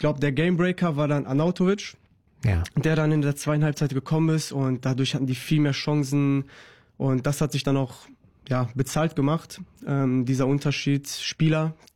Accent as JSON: {"language": "German", "town": "Dortmund", "region": "North Rhine-Westphalia", "country": "Germany", "said": "für mich als Dortmunder, ich habe ihn ja auch schon auf verschiedenen Positionen spielen gesehen"}